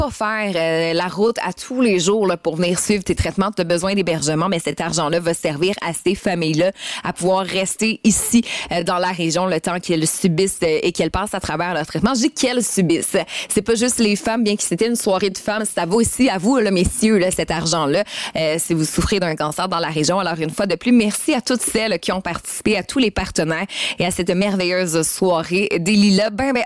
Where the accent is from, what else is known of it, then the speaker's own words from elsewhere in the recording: Quebec, Canada; Ça reste ici, chez nous, en Mauricie.